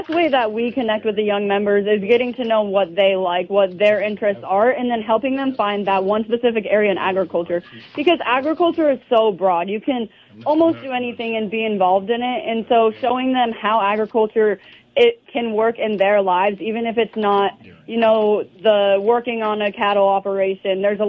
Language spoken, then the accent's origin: English; Sturgis, South Dakota, United States; now in Piedmont, United States; I'm from Sturgis, so my home chapter was Sturgis, and I live in Piedmont, about 25 minutes south of there.